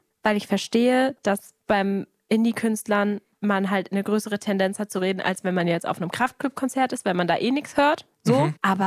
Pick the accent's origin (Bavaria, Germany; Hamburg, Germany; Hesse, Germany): Hesse, Germany; Weil also klar, ich komme auch immer richtig gerne zurück. Safe. Mhm. Ich liebe auch da, wo ich herkomme, in Hessen.